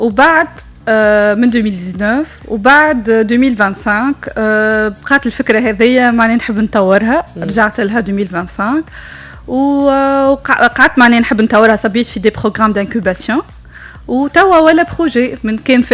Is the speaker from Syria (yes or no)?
no; Tunisia; عندنا في تونس